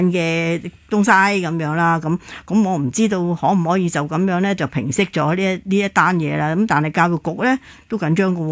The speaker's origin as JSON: {"language": "Cantonese", "country": "Hong Kong", "said": "作为香港人"}